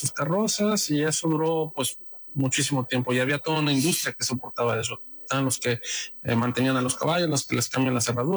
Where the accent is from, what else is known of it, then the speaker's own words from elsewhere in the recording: Mexico; yo soy mexicano, amo a mi país, vivo fuera de México gran parte del año, me la paso en Europa